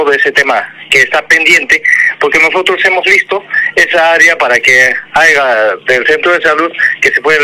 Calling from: Cusco, Peru; nos hemos juntado todavía los electores que somos de Yanatile

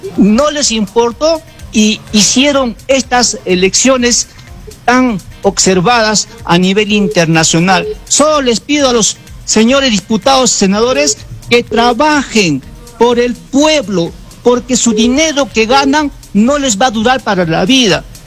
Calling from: Apurímac, Peru; Estoy llamando desde Apurímac, Chablahuacho.

